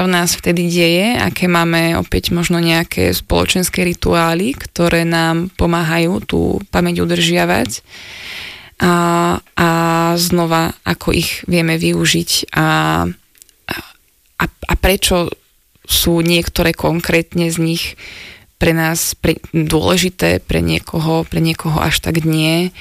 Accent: Rimavská Sobota, Banská Bystrica Region, Slovakia; No a ja teda pochádzam z Rimavskej Soboty

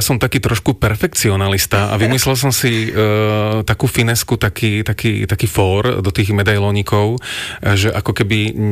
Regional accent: Bratislava, Bratislava Region, Slovakia; u nás v Bratislave

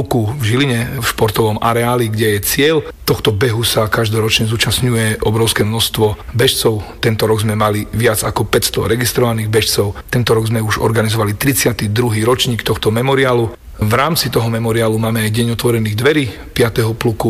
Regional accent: Telgárt, Banská Bystrica Region, Slovakia; Ja sám ako rodák z Telgártu sa snažím o zachovanie tradícií

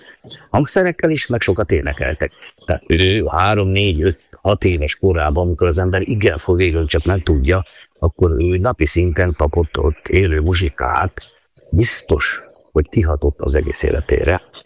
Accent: Kráľov Brod, Trnava Region, Slovakia; also born or lived in Šaľa; És én királynévben születtem, hát pontosabban ugye sejj lettem, mert ott volt színészet, mindenki sejj született itt a Galáci járatban, a sejj járatban, mert nyilván ott nőttem föl a falu szélén, annak is a nagyon szélén, kint a periférián

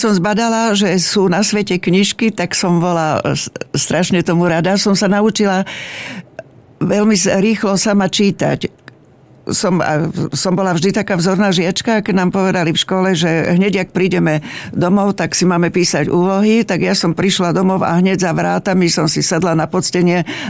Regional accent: Blatnica, Žilina Region, Slovakia; Ja pochádzam z Blatnice, že neviem, či som to už spomenula, a u nás boli ľudia, ktorí chodili obchodovať do Ruska. A ešte sa tá ruština sem tam udržala v dedine.

